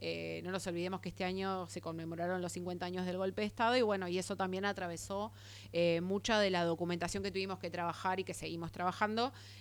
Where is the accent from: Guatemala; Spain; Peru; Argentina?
Argentina; muchos de los valores que tenemos nosotros como argentinos, de ser empáticos, ser solidarios, ser justicieros